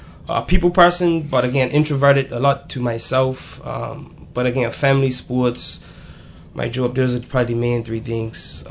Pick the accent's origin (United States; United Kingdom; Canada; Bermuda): Bermuda; St. George's; moved away; Born and raised in St. George's, currently in the, I guess, financial banking industry working. Been back, I guess, on the island the last 15 years